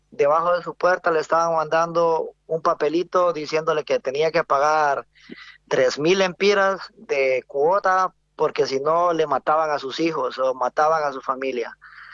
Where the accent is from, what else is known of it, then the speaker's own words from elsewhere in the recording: Honduras; yo como hondureño amo mi país